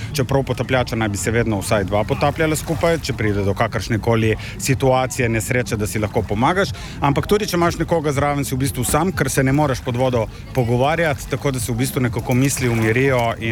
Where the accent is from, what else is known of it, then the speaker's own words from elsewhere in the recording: Piran, Coastal–Karst, Slovenia; Začel sem se potapljati zaradi tega, ker sem iz Pirana in mi je morje nekako tako pri srcu